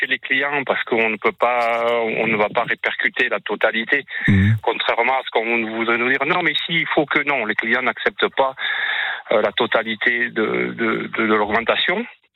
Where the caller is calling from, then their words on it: Occitanie, France; Non, j'habite en Lozère.